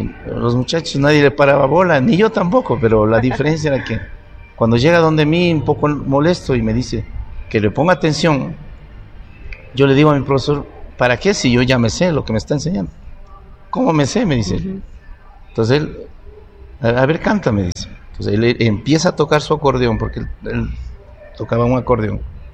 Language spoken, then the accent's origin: Spanish; Ecuador; solo de mi pueblo a Ibarra eran como 3 horas, de Ibarra a Quito eran como 12 horas, de Quito a Guayaquil eran como un día y una noche